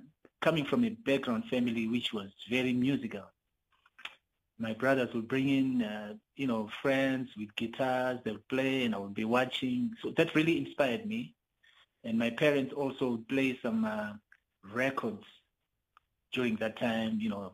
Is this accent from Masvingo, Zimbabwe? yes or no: no; Bulawayo, Zimbabwe; And I grew up in Zimbabwe. I was born here in the southern part of Africa.